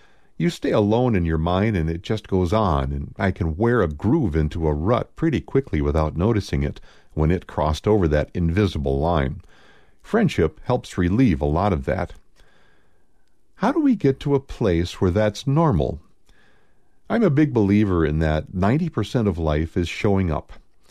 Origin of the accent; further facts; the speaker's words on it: New Jersey, United States; But I'm from New Jersey. I end up defaulting back